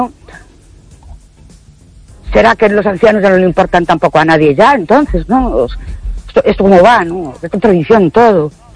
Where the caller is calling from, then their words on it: Ourense, Galicia, Spain; Buenas noches … de Orense.